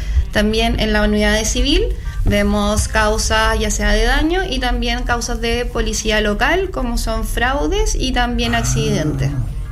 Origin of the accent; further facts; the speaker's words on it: Concepción, Biobío, Chile; moved away as an adult; now in Los Ángeles, Chile; yo soy oriunda de Concepción. Hace poco asumí el bonito desafío que ha sido estar en la Corporación de Asistencia Judicial acá en Los Ángeles.